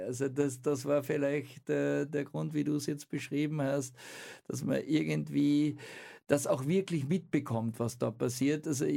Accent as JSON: {"language": "German", "country": "Austria", "tie": "born or raised there", "said": "Aufgewachsen in Lindorpfelden, klassische Handwerkerfamilie."}